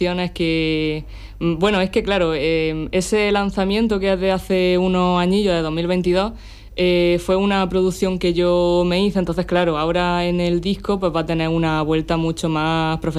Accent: Roquetas de Mar, Andalusia, Spain; Soy de Roquetas de Mar, de toda la vida. Y tengo 26 años y, bueno, dentro de muy poquito 27

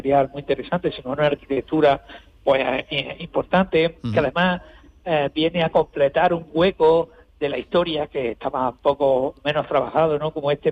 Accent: Almería, Andalusia, Spain; cómo somos los almerienses en este caso

